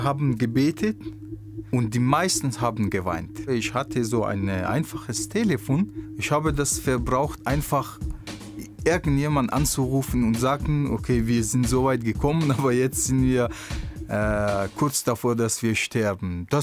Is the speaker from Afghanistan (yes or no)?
yes; Afghanistan; moved away as an adult; now in Germany; ich bin 27 Jahre alt. Ich bin aus Afghanistan vor 9 Jahren nach Deutschland gekommen.